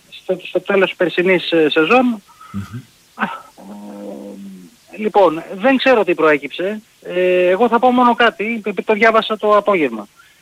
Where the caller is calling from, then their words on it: Nea Smyrni, Attica, Greece; από τη Νέα Σμύρνη, Ολυμπιακός.